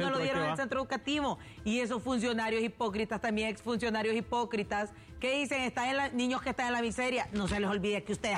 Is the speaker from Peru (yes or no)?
no; Honduras; Yo como hondureña